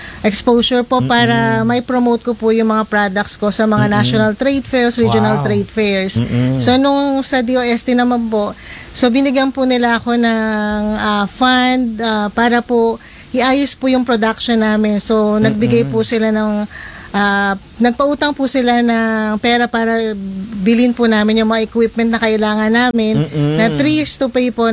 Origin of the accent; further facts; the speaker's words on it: Central Luzon, Philippines; So, dun po sa amin sa Bataan, meron po akong mga tinutulungan din po na farmers.